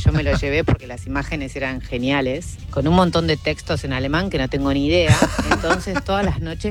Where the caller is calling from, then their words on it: Tigre, Buenos Aires Province, Argentina; vivo en Tigre.